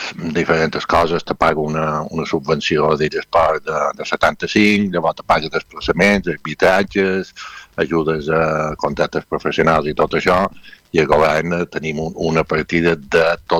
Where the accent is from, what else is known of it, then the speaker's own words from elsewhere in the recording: Balearic Islands, Spain; Jo som mallorquí, el meu sponsor és mallorquí